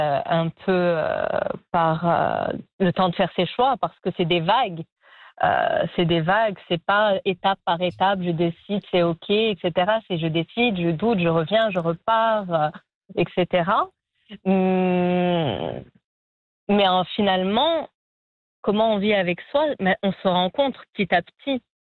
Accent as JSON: {"language": "French", "country": "France", "said": "En plus, je venais de France, oui"}